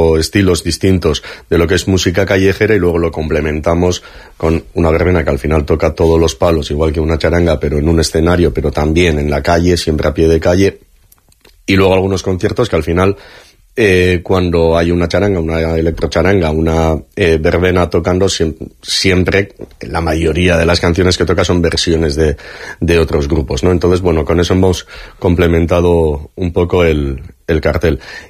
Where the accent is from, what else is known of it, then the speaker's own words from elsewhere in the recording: Eibar, Basque Country, Spain; Tenemos la mayoría de los miembros de Ustecabe somos de Eibar, pero no todos.